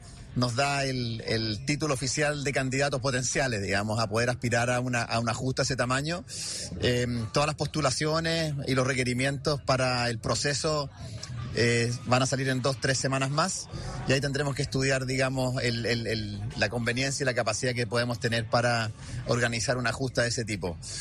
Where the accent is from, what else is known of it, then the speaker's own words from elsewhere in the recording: Chile; tremendamente honrado y tremendamente reconocido como hockey chileno, como federación